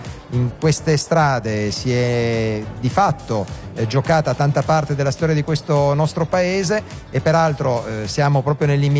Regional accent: Turin, Piedmont, Italy; da torinese oltre che da sindaco

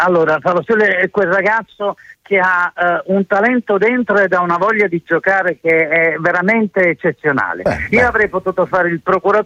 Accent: Naples, Campania, Italy; Una zona che conosco io da buon napoletano

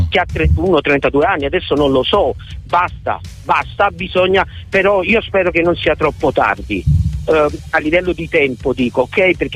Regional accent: Naples, Campania, Italy; Però lo posso fare perché io sono napoletano.

